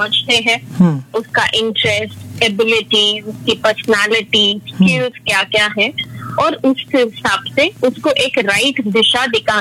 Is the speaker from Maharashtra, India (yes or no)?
yes; Mumbai, Maharashtra, India; मैं अमची मुंबई से हूँ।